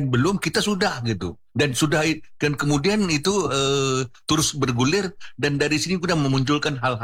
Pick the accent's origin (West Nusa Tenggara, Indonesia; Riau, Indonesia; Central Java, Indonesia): Riau, Indonesia; Sebab gini, kenapa kita Melayu Riau ini memang dia agak kurang suka memamerkan diri.